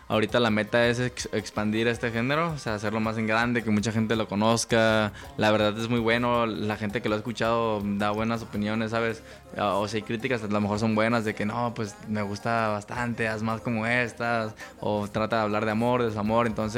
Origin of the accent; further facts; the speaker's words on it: Santa María Huatulco, Oaxaca, Mexico; now in Monterrey, Mexico; tengo 22 años, hermanito. Ya tengo por ahí ratito dándole a la música. Soy originario de Santa María, Huatulco, Oaxaca.